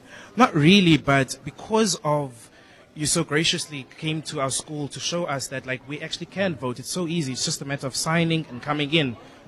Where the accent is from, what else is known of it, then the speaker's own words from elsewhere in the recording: South Africa; now in Cape Town, South Africa; me as a South African, is that the investment into sports. So within my own city, I live in town, right?